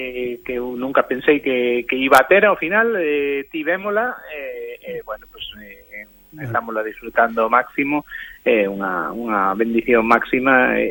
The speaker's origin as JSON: {"language": "Galician", "town": "Vimianzo", "region": "Galicia", "country": "Spain", "tie": "born or raised there", "said": "Esta non me acaban de dar destino definitivo no meu pobo, en Vimianzo, donde empezo a partir do 1 de setembro"}